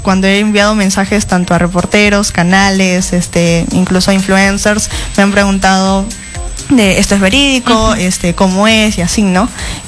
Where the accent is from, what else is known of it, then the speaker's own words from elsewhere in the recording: Peru; Peruanos, somos muchas chicas, la verdad.